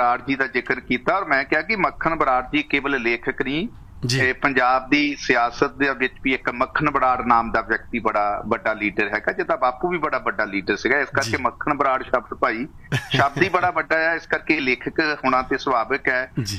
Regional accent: Punjab, India; now in Canada; ਅੱਜ ਅਸੀਂ ਕੈਨੇਡਾ ਦੀ ਧਰਤੀ ਤੇ ਬੈਠੇ ਹਾਂ ਜਾਂ ਪੰਜਾਬ ਚੋਂ ਅਸੀਂ ਪੰਡ ਗਏ ਸੀ

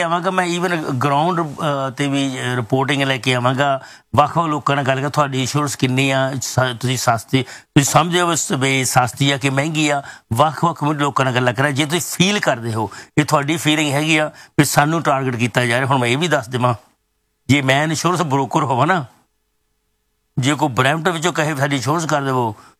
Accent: Surapur, Punjab, India; ਚੰਗਾ ਲੱਗਦਾ ਜਿੱਦਾਂ ਸਾਡਾ ਪਿੰਡ ਸੂਰਾਪੁਰ ਹੈਗਾ, ਸੂਰਾਪੁਰ ਸੱਜੋ ਨੌਰਾ ਪੌਰਾ

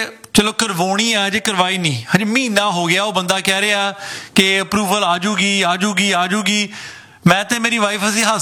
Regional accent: Sidhwan Khurd, Punjab, India; ਸਾਡਾ ਹੈਗਾ ਸਿੱਧਵਾਂ ਖੁਰਜ ਗਰਾਉਂ ਕੋਲੇ ਸਿੱਧਵਾਂ ਬੇਟ ਤਾਂ ਬਹੁਤ ਦੂਰ ਪੈ ਜਾਂਦਾ

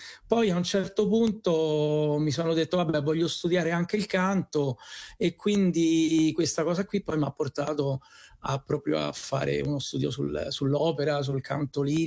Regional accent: Rome, Lazio, Italy; io sono romano e vivo a Roma

